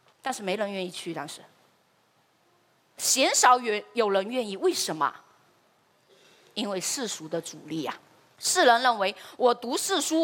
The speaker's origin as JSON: {"language": "Chinese", "town": "Fuzhou", "region": "Fujian", "country": "China", "said": "我们福州人"}